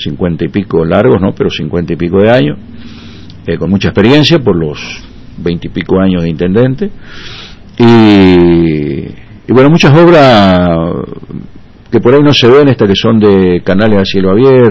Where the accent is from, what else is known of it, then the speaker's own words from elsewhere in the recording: Las Breñas, Chaco, Argentina; y volviendo mañana, si Dios quiere, a mi pueblito.